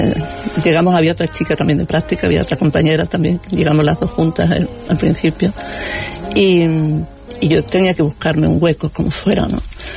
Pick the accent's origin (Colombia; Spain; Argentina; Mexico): Spain; Algeciras, Andalusia; now in Málaga, Spain; Soy de Algeciras, sí, soy de Algeciras.